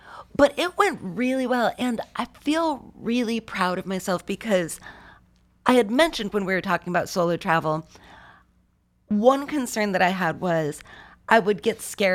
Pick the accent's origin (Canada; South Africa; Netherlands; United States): United States; New York; Because I'm from New York.